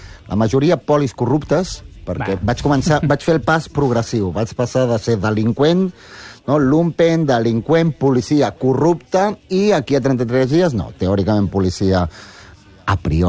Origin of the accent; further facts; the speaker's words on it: Barcelona, Catalonia, Spain; born there; Jo vaig estudiar al Vall d'Hebron, a l'EGB, a l'EGB, al Pau Casals i al Bupi Cou, al Narcís Monturiol, i jo movia molt doncs, pel Vall d'Hebron i Horta.